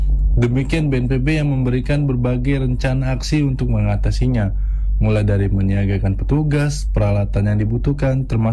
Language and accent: Indonesian; Jakarta, Indonesia; sel saya dari Jakarta.